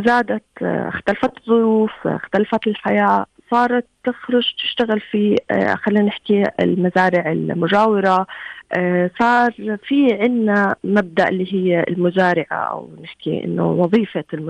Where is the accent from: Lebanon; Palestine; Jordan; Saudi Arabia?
Jordan; عندنا في الأردن